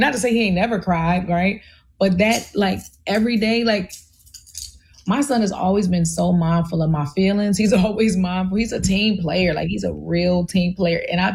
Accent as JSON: {"language": "English", "town": "Baltimore", "region": "Maryland", "country": "United States", "tie": "born or raised there", "also_born_or_lived": "Washington, D.C.", "said": "Yeah, I was raised in Baltimore City for sure. But I never felt poor growing up"}